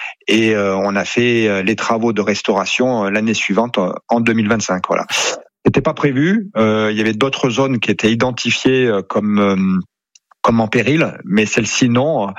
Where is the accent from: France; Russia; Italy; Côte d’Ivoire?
France; Provence-Alpes-Côte d'Azur; Je suis haut alpin, j'aime mon territoire, je suis originaire du Queyras